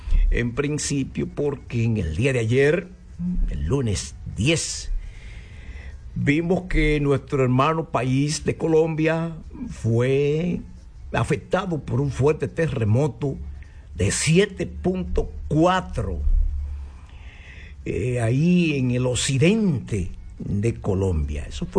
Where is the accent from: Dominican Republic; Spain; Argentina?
Dominican Republic